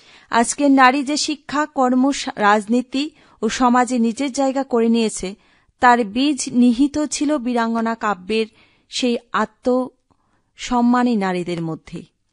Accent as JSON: {"language": "Bangla", "area": "Udaipur", "region": "Tripura", "country": "India", "tie": "born or raised there", "said": "আমার বাড়ি উদয়পুর খিলপাড়াতে"}